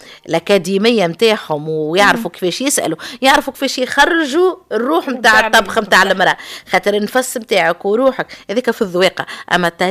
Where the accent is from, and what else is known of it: Tunisia